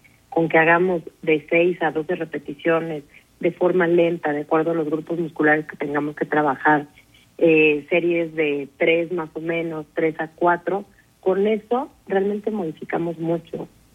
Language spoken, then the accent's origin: Spanish; Mexico; Nosotros, luego como mexicanos, no tenemos una dieta tan alta en proteína